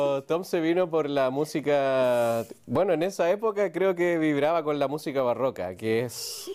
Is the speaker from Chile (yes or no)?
yes; Chile; De hecho, los chilenos tenemos más la cumbia villera argentina